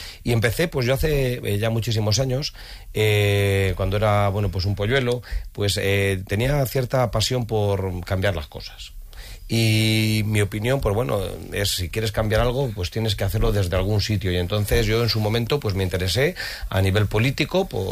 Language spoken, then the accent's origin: Spanish; Romancos, Castilla-La Mancha, Spain; haber sido el alcalde de mi pueblo, que es Romancos